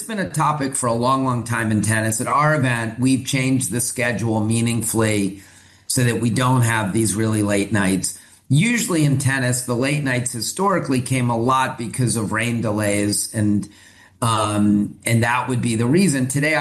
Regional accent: Maryland, United States; We didn't have a team in DC, and I grew up in Maryland, so I love the Orioles.

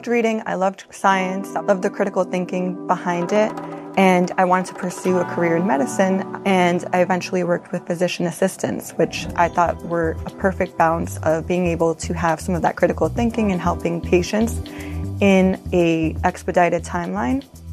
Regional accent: New York City, New York, United States; moved away as an adult; I grew up in Brooklyn, New York, and my parents came from Mexico and they wanted to make more income as we were a family of seven.

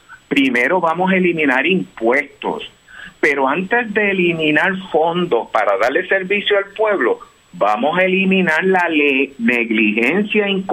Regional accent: San Germán, Puerto Rico; Mira, pues te voy a hacer el mismo comentario que compartí con unas amistades el pasado sábado acá en mi pueblito de San Germán.

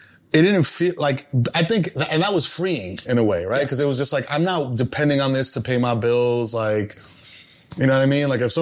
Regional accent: New York City, New York, United States; So this is the other thing too about growing up, you know, first generation and growing up in the Bronx

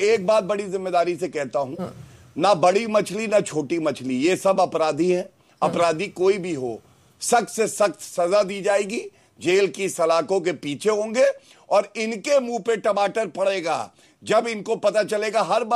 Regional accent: Uttar Pradesh, India; मैं भी एक नागरिक हूँ, उत्तर प्रदेश का निवासी हूँ

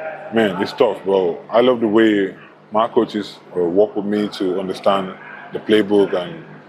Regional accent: Benue, Nigeria; I'm from Benue State, Nigeria.

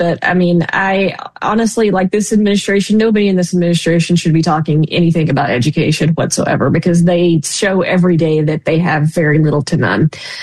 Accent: Texas, United States; I am originally from Texas

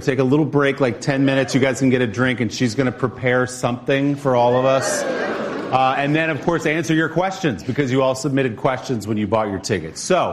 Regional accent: New Jersey, United States; I thought people would come from my hometown in New Jersey and maybe the Upper West Side.

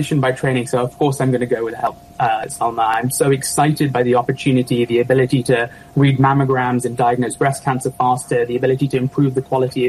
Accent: Pakistan; born there; I was born in Pakistan. I'm not technically the representative of Pakistan, but that's the country that I'm tagged with because that's where I was born.

